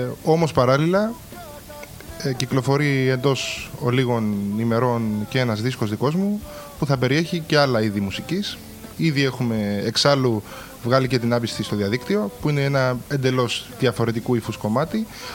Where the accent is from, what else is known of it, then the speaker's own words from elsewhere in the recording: Limassol, Limassol District, Cyprus; Η καταγωγή μου είμαι από την Κύπρο.